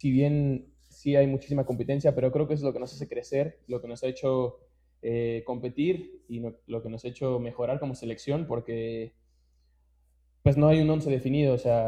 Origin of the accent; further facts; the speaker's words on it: Mexico; hermano, somos mexicanos y nos sobreponemos de todo